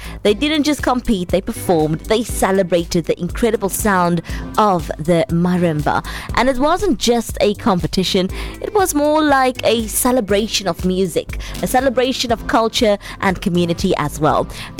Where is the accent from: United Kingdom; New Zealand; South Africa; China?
South Africa; South Africa shines on the world stages and we can represent our community, our culture, and just being South African in general, you know?